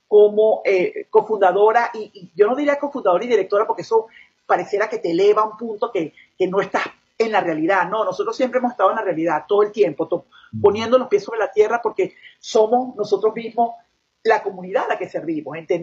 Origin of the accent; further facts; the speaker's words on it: Venezuela; como venezolana, siento que estamos saltando una pieza muy grande, y es qué nos puso en todo esto como venezolanos alrededor del mundo.